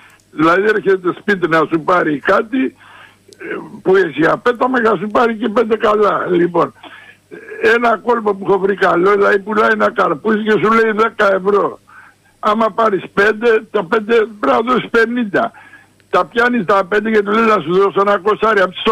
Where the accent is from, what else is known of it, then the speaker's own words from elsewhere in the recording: Greece; Έλληνες υπάρχουν επειδή τους ξέρουμε, επειδή είμαστε από εδώ, επειδή είμαστε Έλληνες.